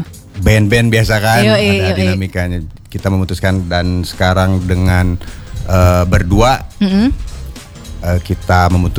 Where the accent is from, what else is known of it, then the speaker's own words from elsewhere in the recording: Bandung, West Java, Indonesia; Asli Bandung.